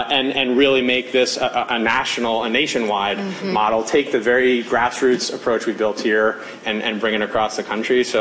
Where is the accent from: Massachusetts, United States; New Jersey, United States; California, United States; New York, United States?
New York, United States; I'm fifth generation from the Hudson Valley.